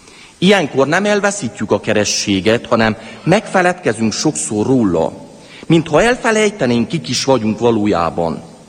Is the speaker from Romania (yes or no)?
yes; Lueta, Harghita, Romania; born or raised there